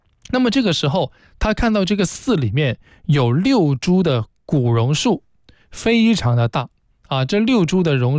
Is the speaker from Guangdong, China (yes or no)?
yes; Guangdong, China; 也有我们老广人哈，有评价了这个八个好去处